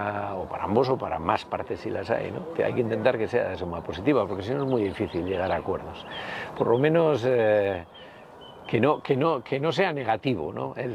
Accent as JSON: {"language": "Spanish", "town": "Bilbao", "region": "Basque Country", "country": "Spain", "tie": "born or raised there", "said": "Aita me llevaba de pequeño a ver en San Ignacio, jugaban en el barrio de San Ignacio, el equipo en el que luego jugué yo, el Bilbao Rugby Club."}